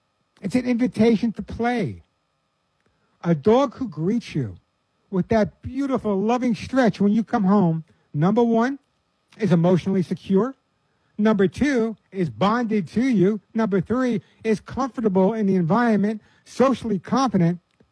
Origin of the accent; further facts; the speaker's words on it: New York, United States; Yeah, I'm from Long Island. I lost my accent, I know.